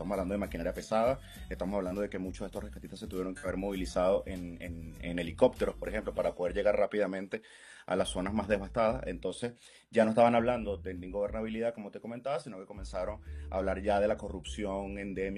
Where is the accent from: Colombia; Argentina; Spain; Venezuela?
Venezuela; Como venezolanos nunca habíamos experimentado una situación de este tipo